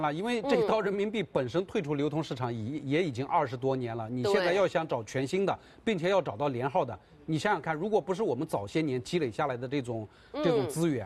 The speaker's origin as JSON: {"language": "Chinese", "country": "China", "said": "我们中国人"}